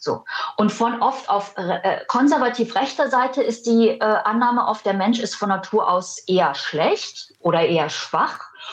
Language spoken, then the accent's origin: German; Germany; ich bin auch in Deutschland aufgewachsen, quasi kurz nach dem Mauerfall.